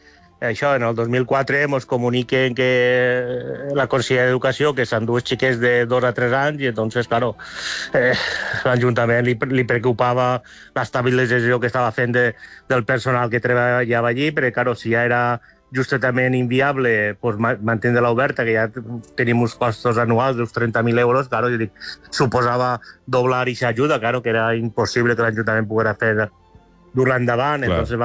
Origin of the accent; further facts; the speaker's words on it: Palomar, Valencian Community, Spain; com som valencians